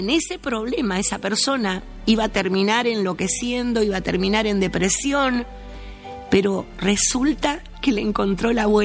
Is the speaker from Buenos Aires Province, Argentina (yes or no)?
no; Villa Ángela, Chaco, Argentina; que soy de la ciudad de Villa Ángela, en el Chaco, oriunda de Villa Ángela, así se dice, ¿no? Oriunda, vengo de ahí, del medio del Chaco.